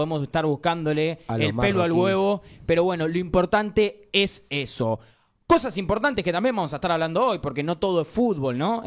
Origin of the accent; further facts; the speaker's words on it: Argentina; uno como hincha, como argentino